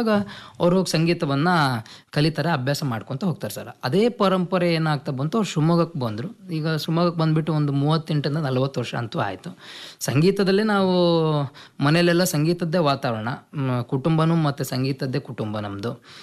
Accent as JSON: {"language": "Kannada", "town": "Hubli", "region": "Karnataka", "country": "India", "said": "Sir, ನಾವು ಮೂಲ ಧಾರವಾಡ ಜಿಲ್ಲೆಯವರು. ನನ್ನ ತಾಯಿ ತವ್ರ ಮನೆ ಹುಬ್ಳಿ, ನಾನು ಹುಟ್ಟಿದ ಕೂಡ ಹುಬ್ಳಿಯಲ್ಲೇ."}